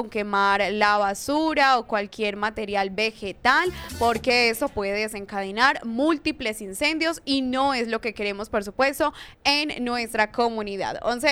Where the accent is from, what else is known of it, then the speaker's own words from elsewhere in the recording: Fredonia, Antioquia, Colombia; en Fredonia, mi pueblo, que como les decía esa semana, pues es un pueblo frío